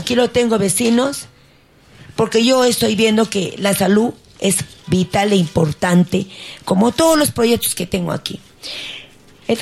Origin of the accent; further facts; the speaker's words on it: Hunter, Arequipa, Peru; por mi pueblo de Hunter